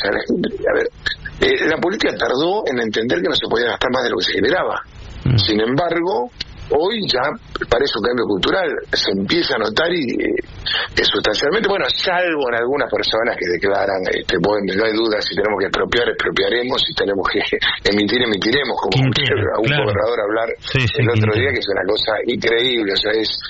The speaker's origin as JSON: {"language": "Spanish", "country": "Argentina"}